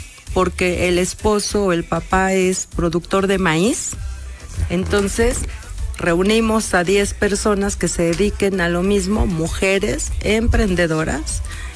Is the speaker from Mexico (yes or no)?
yes; San Martín, Mexico; es mi casa. ¿No? Mi tierra.